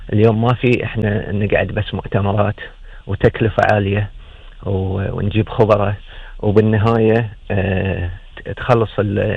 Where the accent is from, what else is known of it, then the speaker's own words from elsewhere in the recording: Kuwait; عندنا في الكويت